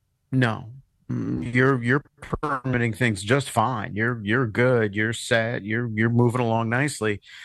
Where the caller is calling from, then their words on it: Massachusetts, United States; I'm sorry because I'm calling from Massachusetts.